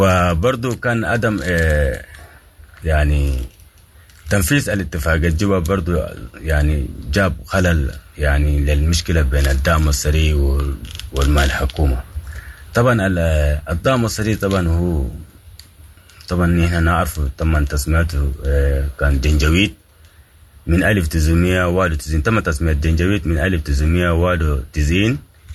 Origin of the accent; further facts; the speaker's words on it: Sudan; moved away; نحن قاعدين نتعب كسودانيين وفقدنا الوطن